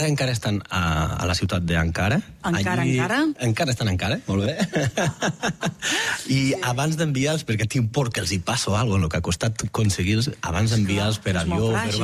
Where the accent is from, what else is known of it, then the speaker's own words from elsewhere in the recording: Batea, Catalonia, Spain; Jo de Batea, que som de secar